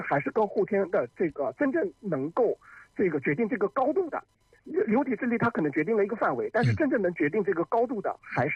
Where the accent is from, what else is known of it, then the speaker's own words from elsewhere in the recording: China; 是的，我们中国人讲的这个家有一老如有一宝